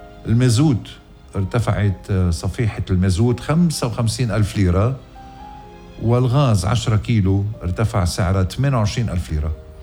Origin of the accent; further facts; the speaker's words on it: Lebanon; آخ يا بلدي لبنان آخ.